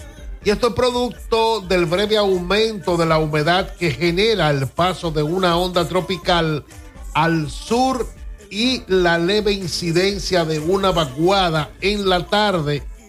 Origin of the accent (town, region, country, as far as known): Dominican Republic